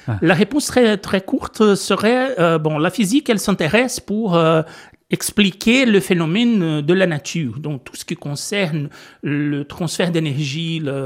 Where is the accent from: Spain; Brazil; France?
Brazil; French is a second language; moved away as an adult; now in Belgium; je suis brésilien.